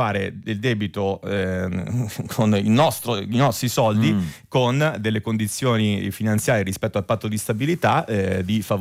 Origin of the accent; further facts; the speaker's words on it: San Benedetto del Tronto, Marche, Italy; i bagni Antares di San Benedetto del Tronto. Facciamo un po' di pubblicità, che è la mia città natale, e vado là tutte le estati banalmente.